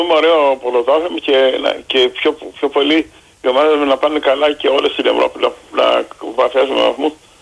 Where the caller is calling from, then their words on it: Chania, Crete, Greece; Εγώ είμαι από Χανιά.